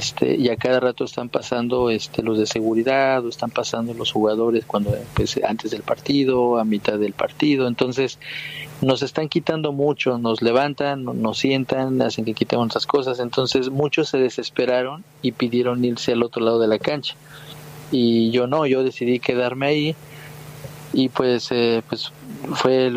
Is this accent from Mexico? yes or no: yes; Mexico; Pues mira, obviamente, pues como mexicano quiero que siempre le vaya bien a México, ¿verdad?